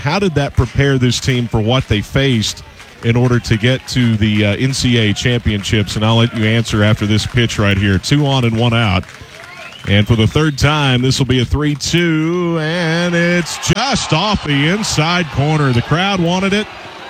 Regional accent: Maryville, Tennessee, United States; moved away; I'm originally from Maryville, right outside of Knoxville.

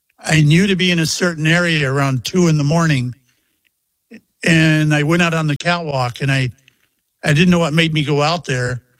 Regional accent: Mayport, Florida, United States; out of my hometown of Mayport, where I live. I live 20 miles from the base.

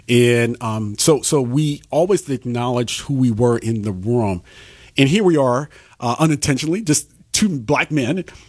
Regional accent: New Orleans, Louisiana, United States; moved away as an adult; now in Chicago, United States; I'm originally from New Orleans and have been living here in Chicago for now for almost 30 years now.

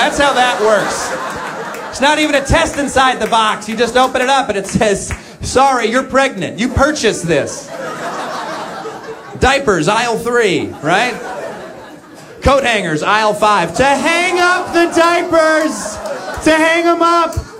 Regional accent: Michigan, United States; now in Los Angeles, United States; When I grew up in Michigan, we had the dollar store.

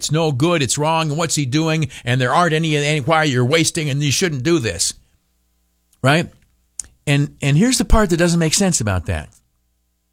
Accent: United States; I think as an American, both I as a redneck conservative

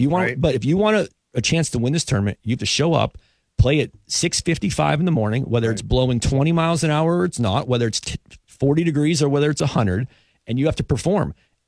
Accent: Erie, Pennsylvania, United States; And I grew up growing up in Erie.

